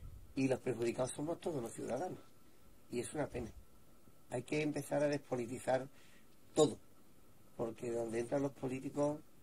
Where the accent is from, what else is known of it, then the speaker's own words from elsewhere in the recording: Spain; si facha es sentirme orgulloso de ser español, entonces soy facha